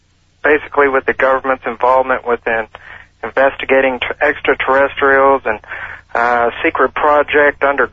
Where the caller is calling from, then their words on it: Ligonier, Indiana, United States; Ligonier, Indiana.